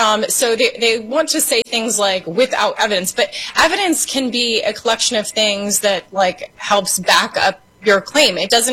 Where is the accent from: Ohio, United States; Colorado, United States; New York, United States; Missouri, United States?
Ohio, United States; Toledo; I'm from Toledo. So I wore my Toledo shirt. Yeah. My hometown is there.